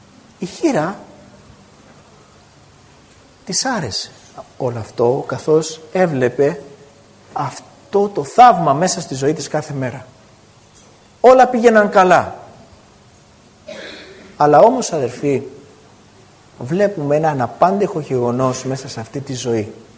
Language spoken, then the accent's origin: Greek; Greece; είμαστε Έλληνες.